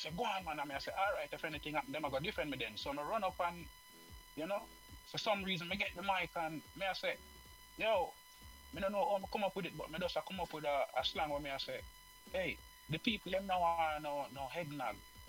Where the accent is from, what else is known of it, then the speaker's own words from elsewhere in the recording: Seaforth, Saint Thomas Parish, Jamaica; now in Brooklyn, United States; I'm from Jamaica, you know. I'm in Brooklyn right now, but I'm from...